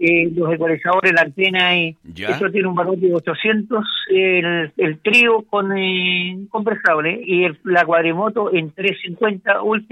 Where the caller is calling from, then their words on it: San Vicente, Chile; De acá de San Vicente.